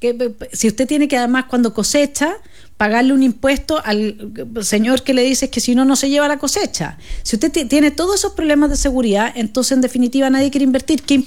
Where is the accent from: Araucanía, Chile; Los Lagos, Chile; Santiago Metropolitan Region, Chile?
Araucanía, Chile; Villarrica; also born or lived in Temuco; yo soy de la Araucanía, po. Yo soy de Villarrica.